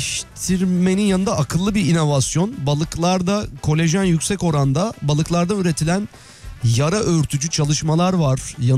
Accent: Sivas, Turkey; Bakayım şöyle bir memleketim Sivas'ta Sivas kokan kolonya satılıyordu.

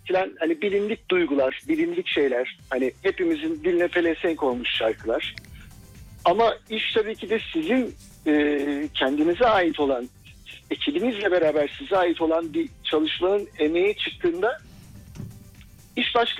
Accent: Akçay, Balıkesir, Turkey; moved away as an adult; now in Istanbul, Turkey; Küçük bir yerde büyüdüm ben. Akçay'da, Balıkesir Akçay'da büyüdüm.

